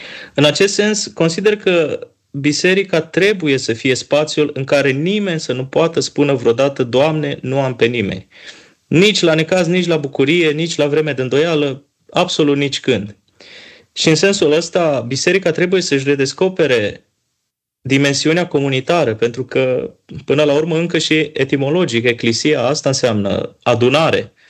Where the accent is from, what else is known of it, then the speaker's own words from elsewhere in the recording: Deva, Hunedoara County, Romania; Eu deloc sunt din Deva